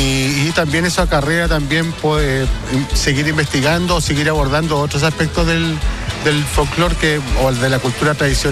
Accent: Vicuña, Coquimbo, Chile; Venimos de la ciudad de Vicuña. … de la ciudad de Vicuña.

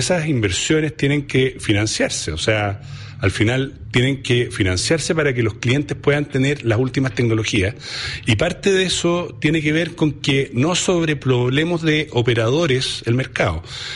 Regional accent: Chile; moved away as an adult; now in Peru; si bien puedo ser yo chileno

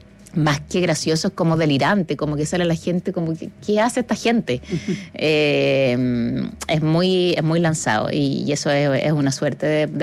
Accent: Spain; Y nosotras dos con Emilia Noguera somos las españolas que venimos a dejar un poco la...

